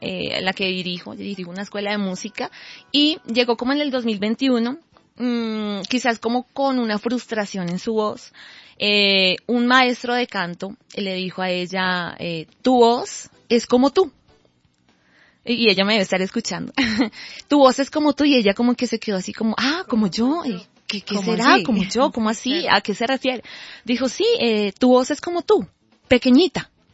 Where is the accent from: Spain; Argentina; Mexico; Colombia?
Colombia; Bogotá; a pesar de que soy cachaca, quizás a los cachacos no a todos se les da lo del movimiento